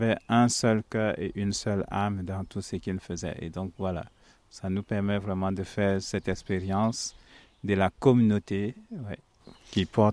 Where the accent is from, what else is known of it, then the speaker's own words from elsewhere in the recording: Cameroon; moved away as an adult; now in France; je suis né au Cameroun, j'ai grandi au Cameroun.